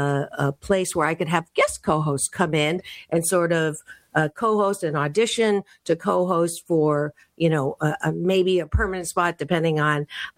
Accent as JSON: {"language": "English", "country": "Canada", "tie": "born there", "said": "So instead of saying the elephant in the room, because I was born in Canada, I say, let's put the moose on the table."}